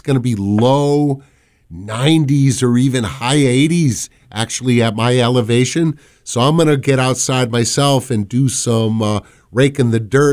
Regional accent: United States; I'm an American.

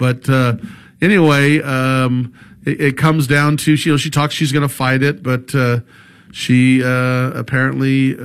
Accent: Sacramento, California, United States; Just I will never forget when I grew up in Sacramento.

